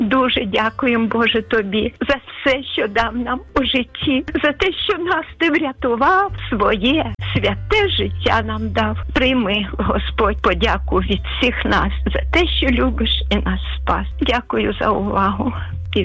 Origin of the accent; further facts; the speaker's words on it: Kharkiv, Kharkiv Oblast, Ukraine; я з Харкова